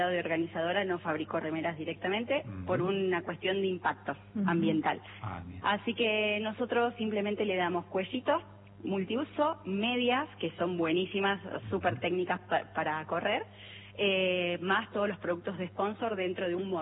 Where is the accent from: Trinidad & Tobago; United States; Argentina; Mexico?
Argentina; Ushuaia, Tierra del Fuego; Después hice esquí alpino porque nací, viví muchos años en Ushuaia.